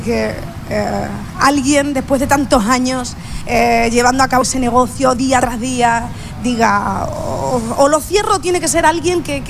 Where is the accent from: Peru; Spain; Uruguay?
Spain; Extremadura; Yo soy muy de Extremadura y me gusta todo lo que es nuestra tierra.